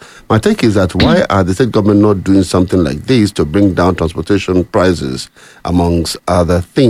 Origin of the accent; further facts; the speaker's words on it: Nigeria; I'm a Nigerian.